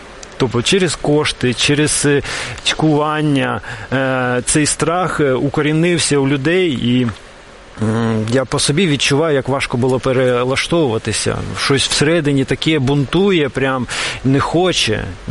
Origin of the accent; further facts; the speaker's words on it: Kyiv, Ukraine; first language Russian; Ukrainian is a second language; я корінний киянин, і у нас так прийнято, що, в принципі, тут багато російськомовних контингент, наше місто. От, і проростав я серед людей, які більш російськомовні